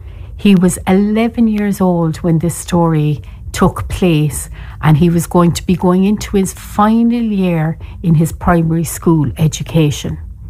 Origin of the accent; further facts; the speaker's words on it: Cork, Munster, Ireland; I am the storyteller from Cork. And in Cork today, we are nursing the broken hearts.